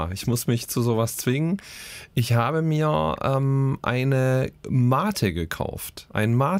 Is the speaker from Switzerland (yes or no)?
no; Swabia, Germany; born there; Ich bin Schwabe.